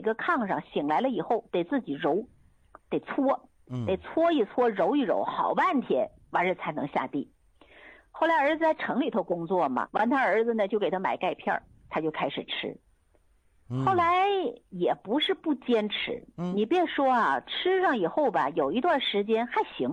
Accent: Northeast China, China; moved away; 我过去东北农村，我老家那边

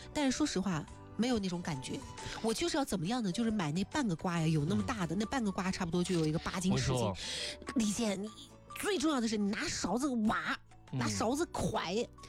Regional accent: Anhui, China; 我是安徽人

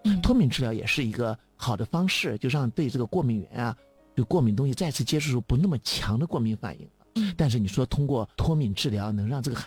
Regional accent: Jiangsu, China; 因为我是江苏人啊，

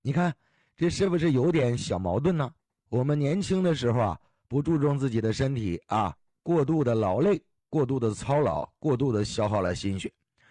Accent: Heilongjiang, China; 那我们老家呢，黑龙江的，那就更冷了。那一到冬天，零下30度，那是很常见的事儿。你看，小的时候啊，这条件都不是特别的好。那个时候住的什么房子？有那种土坯房。

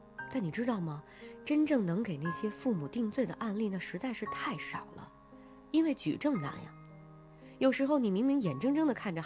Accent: Northeast China, China; 我们老家在东北，屋外的温度还是-10几度呢。

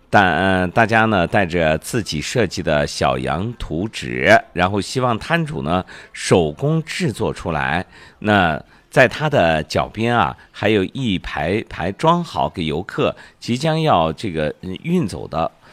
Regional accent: Xinjiang, China; 成为我们新疆人走亲访友的首选特色礼品了。

